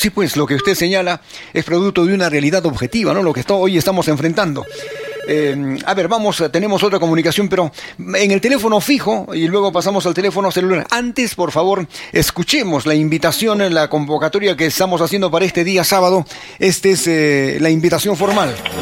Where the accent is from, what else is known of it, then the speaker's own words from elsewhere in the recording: Peru; como decimos aquí los peruanos